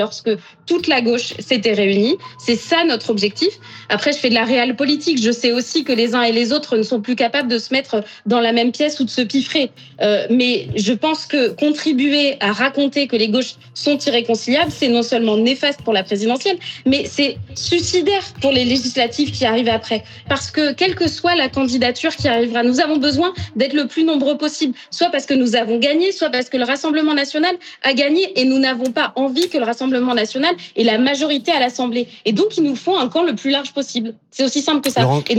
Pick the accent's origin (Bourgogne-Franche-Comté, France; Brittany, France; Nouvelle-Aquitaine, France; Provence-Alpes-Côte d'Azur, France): Nouvelle-Aquitaine, France; moi, j'habite en Gironde, j'ai grandi en Gironde. C'est mon département qui a cramé.